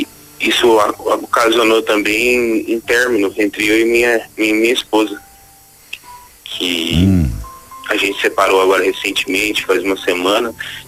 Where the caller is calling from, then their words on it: Arapongas, Paraná, Brazil; Falo de Arapongas, Paraná.